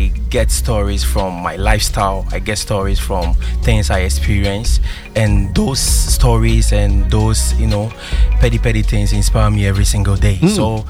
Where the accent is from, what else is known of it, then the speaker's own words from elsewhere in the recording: Ghana; You know how it is when you are growing up in Ghana, where you are raised by a single parent.